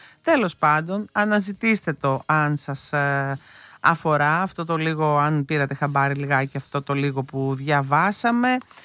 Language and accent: Greek; Lefkada, Ionian Islands, Greece; Εδώ μια φαρκούλα πιάσαν και κοντά στα μέρη μου στη Λευκάδα.